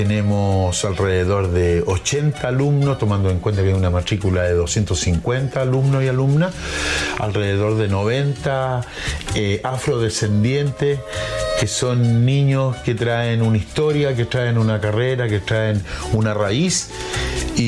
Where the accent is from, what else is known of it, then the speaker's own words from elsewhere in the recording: Chile; moved away; also born or lived in Mexico; yo como todo chileno mantengo la figura de la Gabriela de forma casi inconsciente